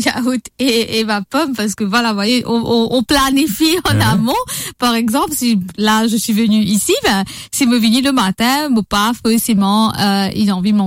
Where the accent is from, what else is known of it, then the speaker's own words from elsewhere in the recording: Mauritius; Alors, je suis mauricienne, hein. Nous connaissons très bien que nous, en tant que mauriciens, le premier repas, c'est quoi?